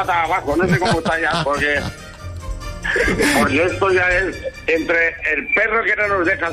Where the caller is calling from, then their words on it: Ontinyent, Valencian Community, Spain; de Onteniente.